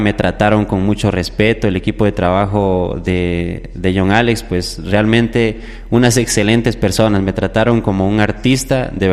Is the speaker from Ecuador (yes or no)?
yes; Loja, Ecuador; viajé muchas horas desde Loja, Ecuador, porque yo soy del sur de Ecuador, que eso ya limita con Perú.